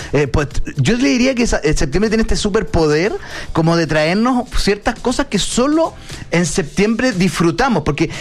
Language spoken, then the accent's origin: Spanish; Chile; nosotros como chilenos